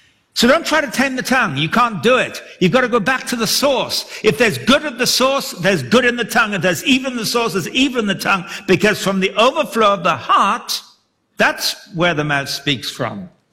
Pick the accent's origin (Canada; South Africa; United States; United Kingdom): United Kingdom; England; When I was growing up in England, we're out in the country